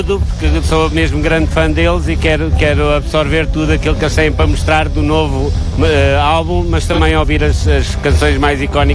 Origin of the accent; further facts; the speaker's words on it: Sintra, Lisbon, Portugal; Sou de Sintra.